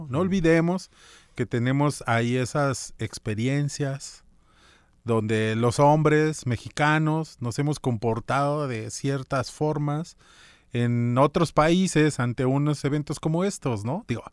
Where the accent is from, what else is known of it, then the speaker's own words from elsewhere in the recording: Mexico; Estos hombres que somos los mexicanos, pero además ahora con la visita de otros países, ¿no?